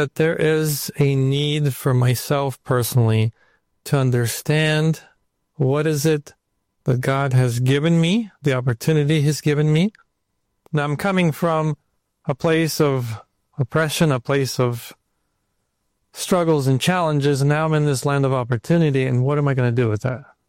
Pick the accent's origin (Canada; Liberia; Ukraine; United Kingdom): Ukraine; now in California, United States; We came over with my father from Ukraine right when communism fell apart